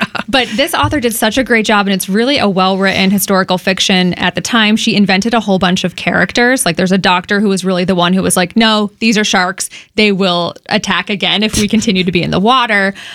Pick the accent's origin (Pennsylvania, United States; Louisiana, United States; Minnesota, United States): Pennsylvania, United States; Philadelphia; I'm from Philadelphia originally, so we do go to the Jersey Shore often, which is nice.